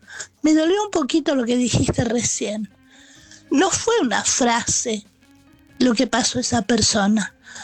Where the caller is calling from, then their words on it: Buenos Aires, Argentina; de Villa del Parque.